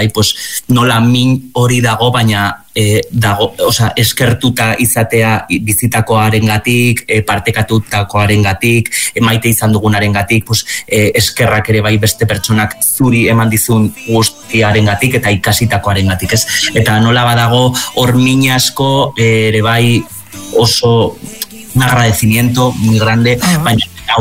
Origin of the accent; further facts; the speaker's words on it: Zubiri, Navarre, Spain; Bai, bueno, ni Zubirikoa naiz